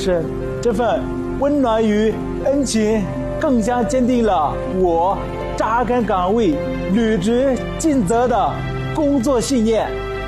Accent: Lhatse, Tibet, China; 我的家乡拉孜县芒古乡距震中仅70公里，我家的房子在地震中倒塌了

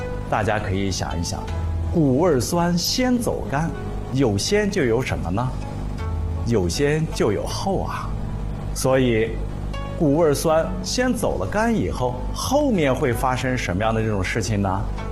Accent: China; 我们中国人特别讲究这个和，凡事是不能太过呀。

